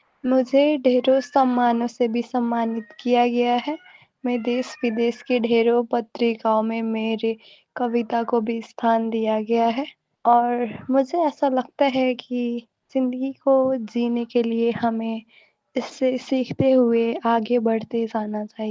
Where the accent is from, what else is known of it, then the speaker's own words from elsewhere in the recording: Kathmandu, Bagmati, Nepal; मैं काठमांडू नेपाल से हूँ। मैं अभी BSc नर्सिंग की पढ़ाई कर रही हूँ।